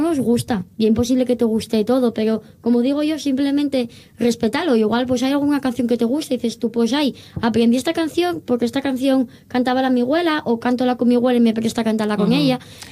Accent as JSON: {"language": "Spanish", "town": "Bimenes", "region": "Asturias", "country": "Spain", "said": "que yo soy de Bimenes"}